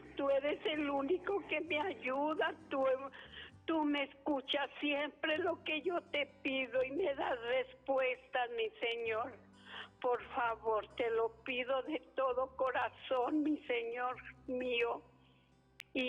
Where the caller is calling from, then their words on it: Aguascalientes, Mexico; De Aguascalientes.